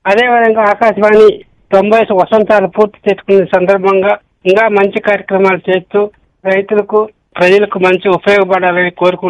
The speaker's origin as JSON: {"language": "Telugu", "region": "Andhra Pradesh", "country": "India", "said": "మాది చిత్తూరు జిల్లా రొంపచెల్ల మండలం మూర్యావండపల్లి గ్రామస్థులము."}